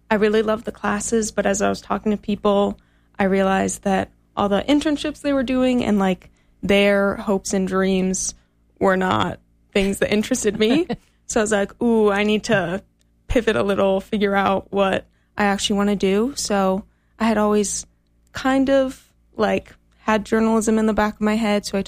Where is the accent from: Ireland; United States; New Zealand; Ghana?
United States; East Grand Forks, Minnesota; now in Grand Rapids, United States; I'm originally from East Grand Forks, so I'm used to the smaller town, northern Minnesota, and I knew there were actually trees here, so I was excited for that.